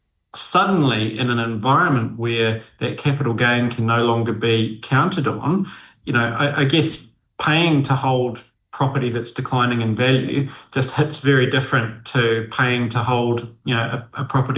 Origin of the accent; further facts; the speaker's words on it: New Zealand